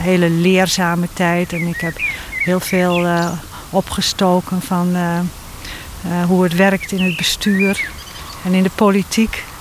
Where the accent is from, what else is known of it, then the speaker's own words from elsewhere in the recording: Drenthe, Netherlands; Ik voel me Drents.